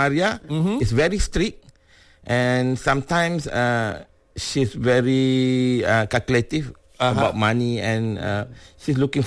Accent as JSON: {"language": "English", "country": "Malaysia", "said": "We are Malaysian, we have to respect each other."}